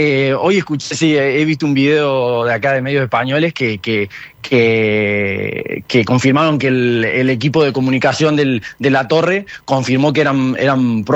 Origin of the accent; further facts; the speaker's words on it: San Francisco, Córdoba, Argentina; now in Barcelona, Spain; él es periodista, nosotros somos de San Francisco y él es el jefe de prensa del Club Sportivo Belgrano